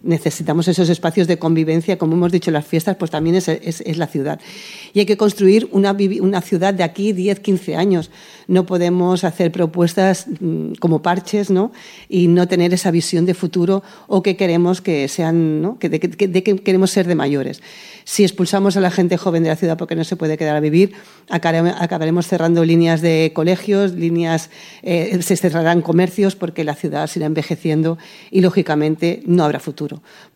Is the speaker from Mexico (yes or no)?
no; Castelldefels, Catalonia, Spain; una vecina más, que se ha criado en Castelldefels, que ha tenido negocio en Castelldefels, que ha criado a su hija en Castelldefels y que yo vivo en Castelldefels y vivo mi ciudad.